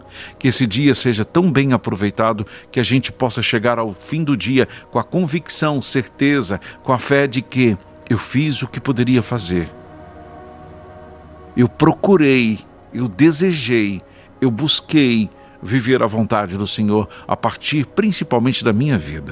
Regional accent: Brazil; como brasileiros que somos

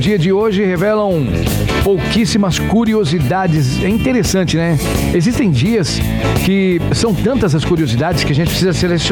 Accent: Brazil; nós que somos brasileiros

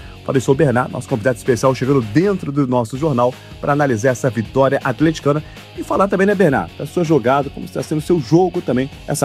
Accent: Minas Gerais, Brazil

